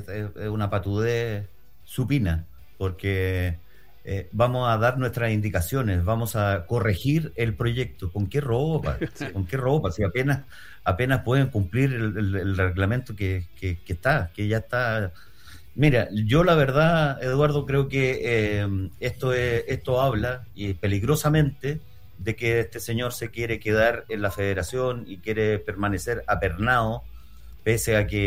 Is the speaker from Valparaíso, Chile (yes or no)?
yes; Valparaíso, Chile; es una tradición que como porteños no se debiera perder el amor al básquetbol.